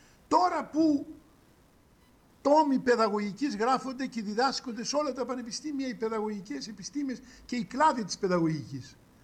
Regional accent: Greece; είμαστε Έλληνες

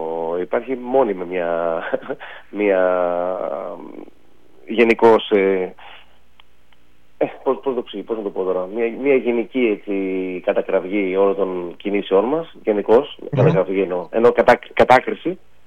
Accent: Patras, Western Greece, Greece; όπως είμαστε τυχεροί ως πατρινός και εγώ να έχουμε αυτό το χώρο στην πόλη μας

